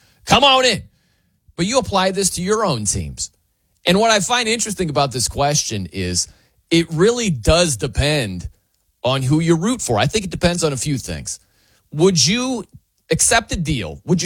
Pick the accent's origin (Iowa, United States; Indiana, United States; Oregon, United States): Indiana, United States; I know I grew up in Indiana. It doesn't make geographical sense that I love the Dolphins